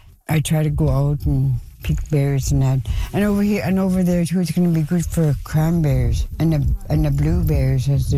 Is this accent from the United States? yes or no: no; Reindeer Station, Northwest Territories, Canada; now in Inuvik, Canada; I'm from Reindeer Station, but I live in Inuvik now, and I've been here for a long time.